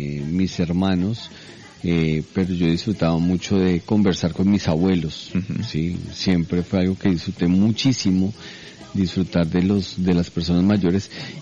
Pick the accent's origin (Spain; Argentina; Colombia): Colombia; Además estuve por allá, como decimos en Colombia, de pataperro me fui al partido de Colombia a México